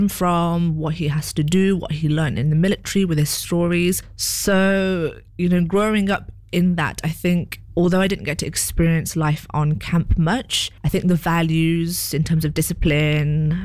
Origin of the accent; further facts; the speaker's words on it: United Kingdom; born there; I'm a British born Nepali.